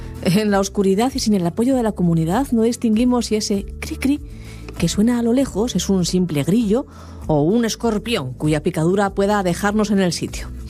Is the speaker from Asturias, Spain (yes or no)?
yes; Asturias, Spain; accent: Asturian; un melandru que es como en asturiano llamamos al tejón